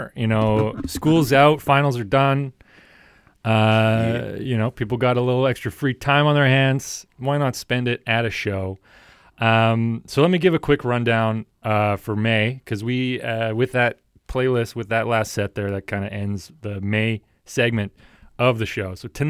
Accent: Saskatchewan, Canada; growing up in Saskatchewan. No. You don't really get a lot of touring bands come through.

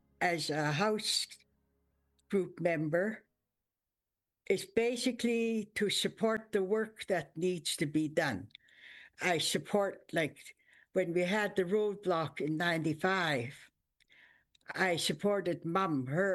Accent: Gitanmax, British Columbia, Canada; moved away as an adult; now in Gitsegukla, Canada; My home origin, where I was raised, was Gitanmax Reserve. I married into Gitxibukla Reserve, which is where I'm at now.

